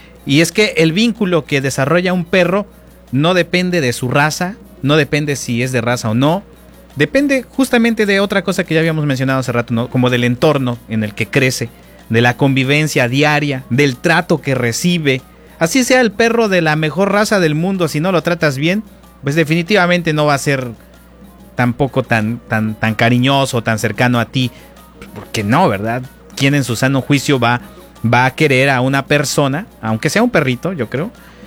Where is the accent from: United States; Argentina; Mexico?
Mexico; moved away; yo allá en el rancho, cuando era niño y vivía en el Gosco